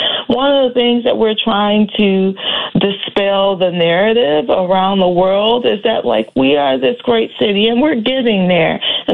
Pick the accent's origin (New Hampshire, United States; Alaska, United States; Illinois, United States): Illinois, United States; Chicago